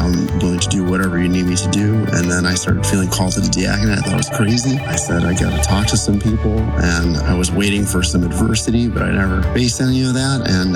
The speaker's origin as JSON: {"language": "English", "town": "Orchard Park", "region": "New York", "country": "United States", "said": "I'm from Orchard Park, New York."}